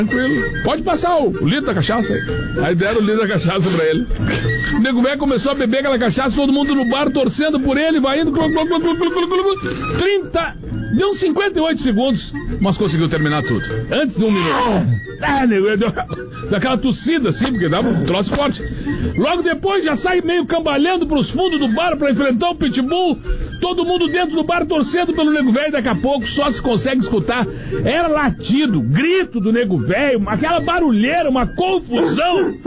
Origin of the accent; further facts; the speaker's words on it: Torres, Rio Grande do Sul, Brazil; now in Porto Alegre, Brazil; sou de Torres, mas atualmente eu tô morando em Porto Alegre.